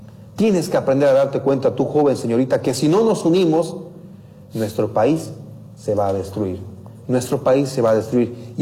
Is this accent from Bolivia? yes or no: yes; Bolivia